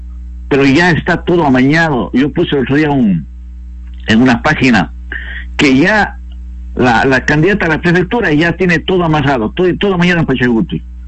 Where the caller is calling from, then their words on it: Ecuador; ecuatorianos